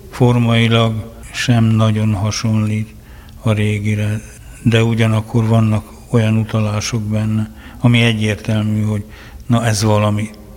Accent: Jászberény, Jász-Nagykun-Szolnok, Hungary; Jászberényi vagyok, és egy végtelenül túlburjánzó, szinte mintha tudta volna végső stádiumában lévő kert mellett ment el az ember.

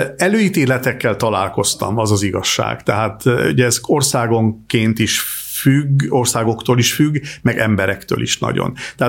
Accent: Hungary; moved away; Az én számomra ez egy természetes dolog, hogy én egy magyar háttérből jövök, és magyarként élek a világban, akkor is, ha gyakorlatilag 39 éve már külföldön élek

